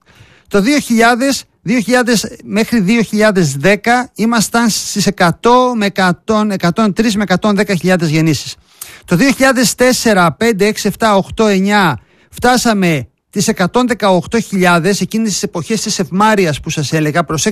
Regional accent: Greece

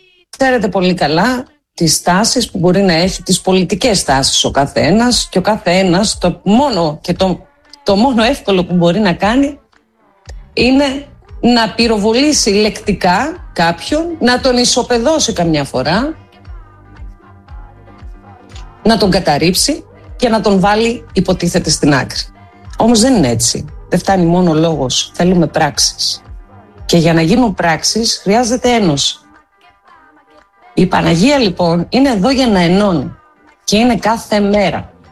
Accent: Greece; σαν μια Ελληνίδα μάνα

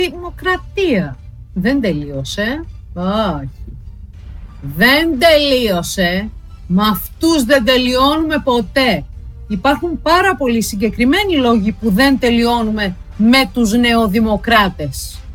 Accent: Thessaloniki, Central Macedonia, Greece; moved away; Είμαι η μισή Θεσσαλονικιά, γέννημα θρέμα Θεσσαλονίκης είμαι.

